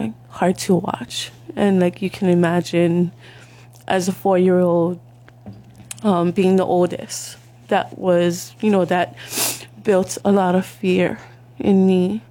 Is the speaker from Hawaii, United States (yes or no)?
yes; Waipahu, Hawaii, United States; I grew up in Waipahu, like Pupunohe Street.